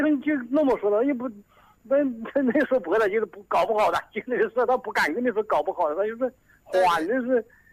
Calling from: Duobao, Hubei, China

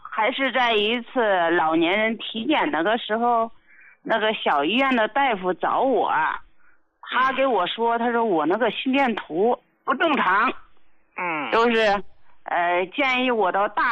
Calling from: Hebei, China; 今年72了，胡老。

